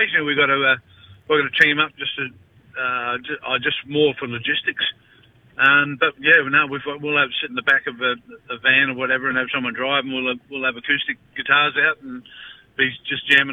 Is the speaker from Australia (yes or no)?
yes; Alice Springs, Northern Territory, Australia; we're both, country lads. I was born and raised in Alice Springs.